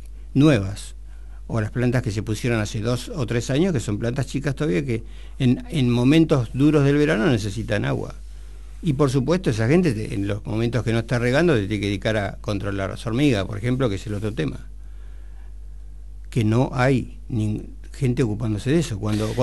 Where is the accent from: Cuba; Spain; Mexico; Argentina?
Argentina; General Villegas, Buenos Aires Province